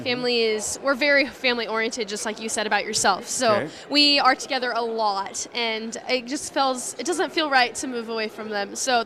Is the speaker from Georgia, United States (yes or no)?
no; Pierce, Nebraska, United States; now in Seward, United States; I'm from Pierce, Nebraska, which is about 20 minutes north of here. It's like about 1,800 people. So it's still small and definitely community aspect, but getting to see Seward was cool because it's bigger, obviously, than my hometown.